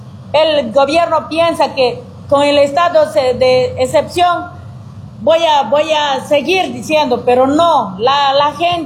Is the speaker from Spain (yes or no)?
no; Bolivia; Nosotros somos bolivianos, de aquí vivimos